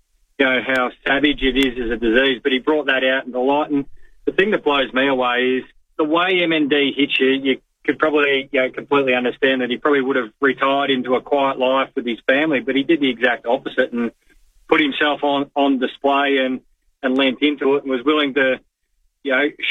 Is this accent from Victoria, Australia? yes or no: yes; Geelong, Victoria, Australia; growing up in Geelong in the 90s, it was hard not to get behind the Cats.